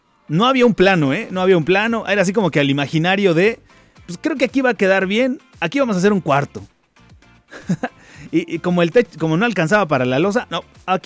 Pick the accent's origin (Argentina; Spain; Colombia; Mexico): Mexico; la mayor parte del grueso de la población mexicana, creo que crecimos así